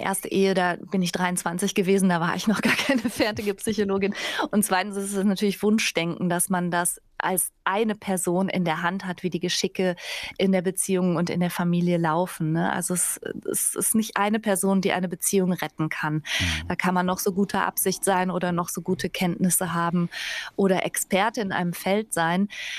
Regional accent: Bergisch Gladbach, North Rhine-Westphalia, Germany; Ich bin aus Bergisch Gladbach bei Köln.

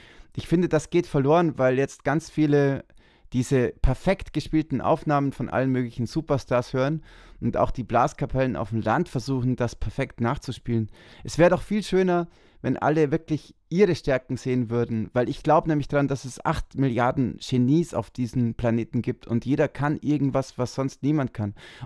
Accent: Bavaria, Germany; Weitestgehend ist das schon meine Heimat, aber Ebbs ist schon in Tirol. Meine Heimat ist ja das Oberallgäu und wir kommen nur 5 Kilometer von Tirol.

